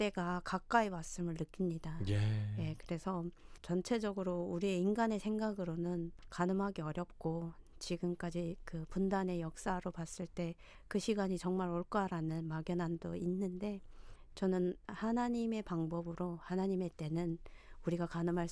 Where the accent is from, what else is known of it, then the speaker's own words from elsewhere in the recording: North Korea; now in South Korea; 저와 같은 탈북민들이